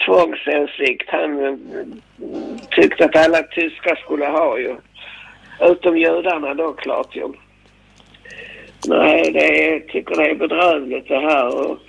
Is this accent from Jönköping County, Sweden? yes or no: no; Skåne, Sweden; accent: Scanian; Nej, vi är svenskar. Men med skånsk dialekt.